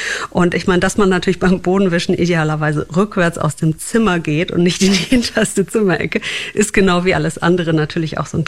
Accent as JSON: {"language": "German", "region": "North Rhine-Westphalia", "country": "Germany", "said": "Und zwar putzte man in meiner Heimat im Bergischen Land ja alles mit Atta."}